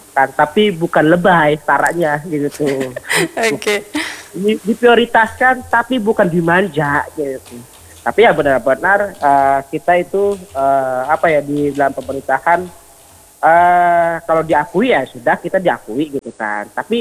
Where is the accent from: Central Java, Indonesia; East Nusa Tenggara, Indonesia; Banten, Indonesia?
Banten, Indonesia; Serang; Kota Serang, kebetulan saya orang Serang nih Kak.